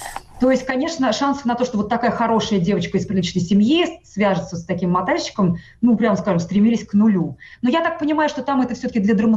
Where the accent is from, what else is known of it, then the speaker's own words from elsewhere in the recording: Tatarstan, Russia; first language Tatar; Russian is a second language; Ну, смотрите, я, конечно, знала, что я татарка.